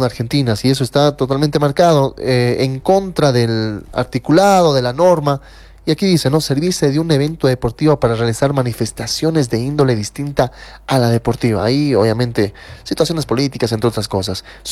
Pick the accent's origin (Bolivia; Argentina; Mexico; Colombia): Bolivia; Claro, nosotros como bolivianos nos conviene.